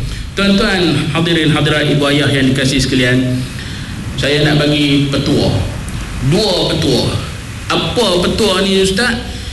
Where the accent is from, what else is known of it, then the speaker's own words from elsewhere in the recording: Kedah, Malaysia; Ha, saya orang Kedah juga, orang Utara juga, orang Pilih juga.